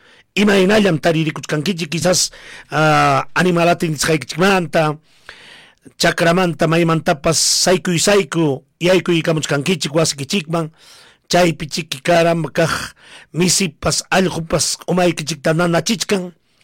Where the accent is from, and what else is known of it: Peru